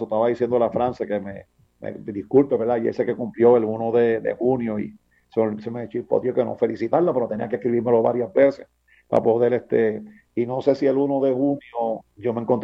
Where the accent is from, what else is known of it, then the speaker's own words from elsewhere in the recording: Barranquitas, Puerto Rico; born there; La Vega, donde yo nací.